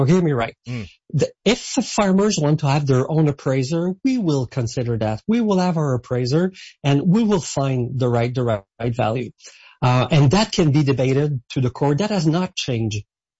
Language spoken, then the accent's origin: English; Saint-Hyacinthe, Quebec, Canada; I come from a farmer region myself. I was raised in Saint-Hyacinthe, which is the capital of the agricultural world in Quebec. So I know that reality.